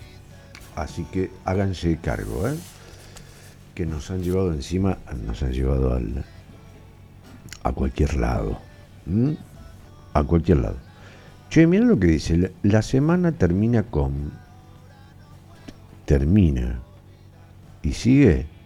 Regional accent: Argentina

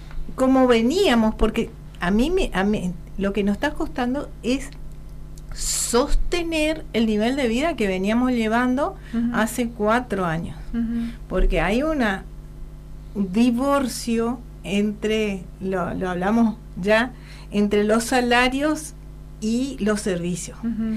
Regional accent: Puerto Rico, Misiones, Argentina; now in Posadas, Argentina; quiero recordar mi pueblo, Puerto Rico.

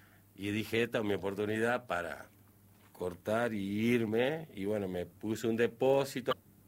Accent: Entre Ríos, Argentina; moved away; Para JMS se inició en el 2020, cuando me vine yo de Entre Ríos.

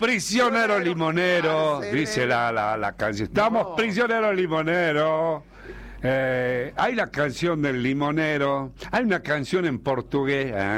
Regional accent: Salta, Argentina; Porque somos salteños. Inclusive los mentarenses somos buena gente.

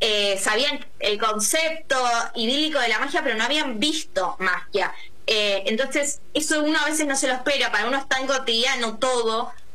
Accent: Buenos Aires Province, Argentina; Yo no soy de Capital, yo soy de Zona

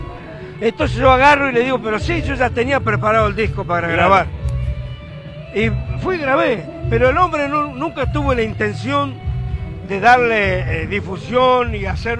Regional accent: Ceres, Santa Fe, Argentina; Yo era de Ceres, soy de Ceres.

